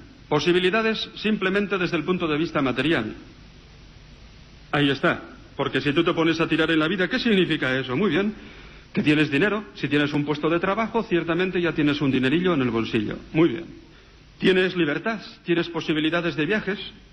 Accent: Navarre, Spain; nos íbamos hasta el Pirineo, allí en mi tierra, en Navarra, 150 kilómetros, hasta el último pueblo, Isaba.

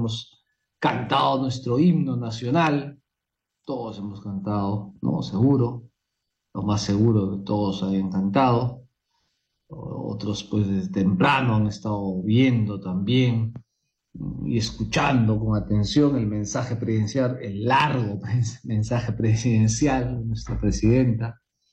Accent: Peru; nos une como peruanos

